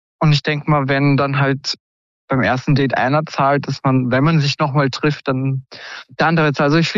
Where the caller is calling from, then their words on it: St. Pölten, Lower Austria, Austria; ich komme aus St. Pölten.